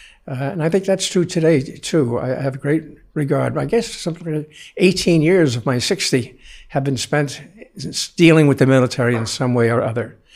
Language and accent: English; New York City, New York, United States; I grew up in the Bronx, and everything revolved around the parish, and the priest was the leader.